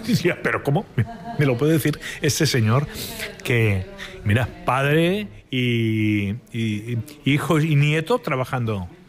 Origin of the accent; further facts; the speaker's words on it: Barcelona, Catalonia, Spain; yo soy de Sant Andreu, es un barrio que está bastante lejos